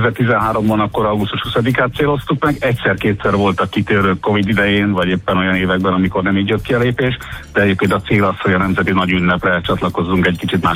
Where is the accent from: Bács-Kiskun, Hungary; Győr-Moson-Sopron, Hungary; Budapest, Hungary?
Győr-Moson-Sopron, Hungary; Sopron; ugye én soproni vagyok